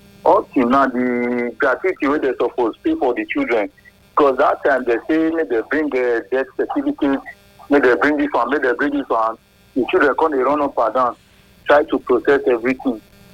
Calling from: Benin; Mr. Samson, I'm calling from Benin.

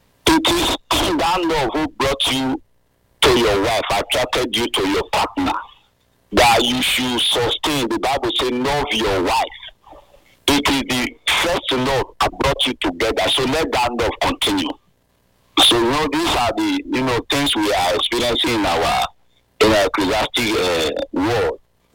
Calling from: Benin City, Edo, Nigeria; from Benin.

